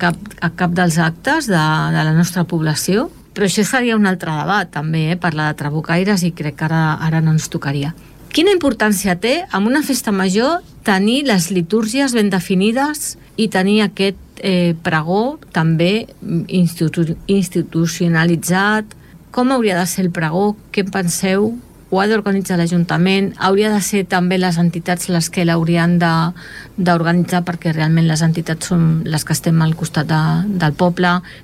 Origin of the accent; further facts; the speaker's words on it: Esplugues de Llobregat, Catalonia, Spain; sóc de TIC i sóc espluguina